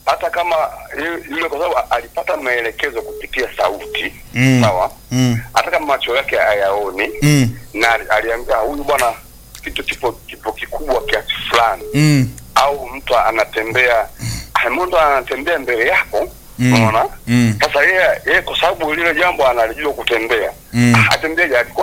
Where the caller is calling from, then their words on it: Liwale, Lindi, Tanzania; napiga simu kutoka Liwale hapa.